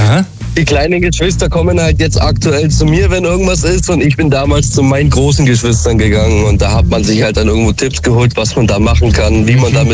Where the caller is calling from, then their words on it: Jettingen-Scheppach, Bavaria, Germany; Ich komme aus Schwaben, aus Jettingen-Schepper.